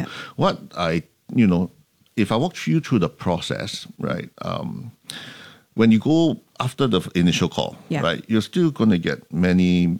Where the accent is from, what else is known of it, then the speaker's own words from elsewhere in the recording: Singapore; I'm a Singaporean